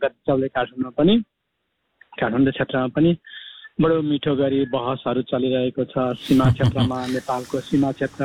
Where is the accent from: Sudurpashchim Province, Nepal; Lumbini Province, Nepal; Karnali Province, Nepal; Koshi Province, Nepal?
Koshi Province, Nepal; Urlabari; born there; सीमा क्षेत्र, इन्डियाको सीमा क्षेत्र, त्यसैले एकदम सुन्दर छ, राम्रो छ। अब उर्लाबारीतिर, यमजीकोतिर, मेरो गाउँतिर